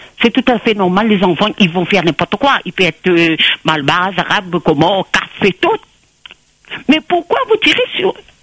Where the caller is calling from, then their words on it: Réunion; j'habite dans les Hauts